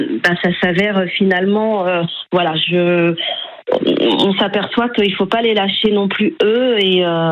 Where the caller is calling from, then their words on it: Château-Gontier, Pays de la Loire, France; Alors nous sommes de Château-Gontier.